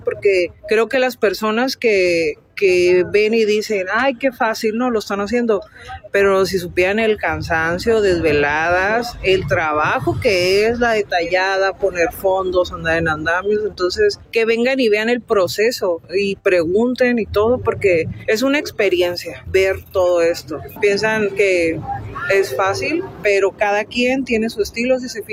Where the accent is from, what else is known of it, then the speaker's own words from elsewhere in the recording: Ciudad Constitución, Baja California Sur, Mexico; soy artista plástica. plástico de profesión. Venimos de Ciudad Constitución, de un municipio que se llama Comondú, en Baja California Sur.